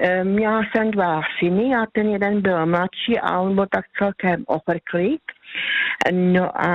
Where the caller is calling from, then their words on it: Karviná District, Moravian-Silesian Region, Czechia; jsem z Karvinska.